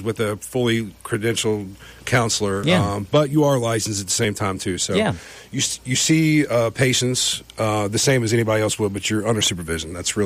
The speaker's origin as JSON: {"language": "English", "town": "Independence", "region": "Kentucky", "country": "United States", "lives_now": "Marion County, United States", "said": "I'm originally from Kenton County, Kentucky, which mm-hmm. is in northern Kentucky."}